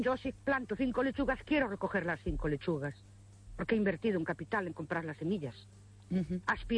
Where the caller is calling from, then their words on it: Ourense, Galicia, Spain; Buenas noches … de Ourense.